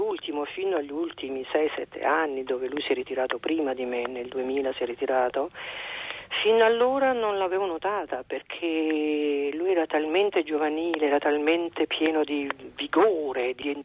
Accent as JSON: {"language": "Italian", "region": "Apulia", "country": "Italy", "said": "eravamo meridionali tutte e due, lui calabrese, io pugliese"}